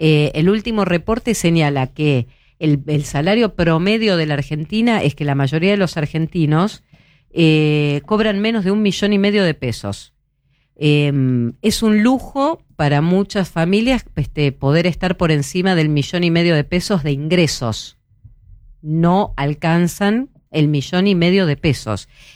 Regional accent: Spain; Yo soy español.

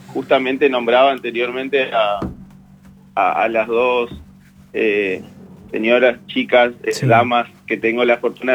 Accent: Corrientes, Argentina; Actualmente trabajo en la ciudad de Corrientes. Soy correntino.

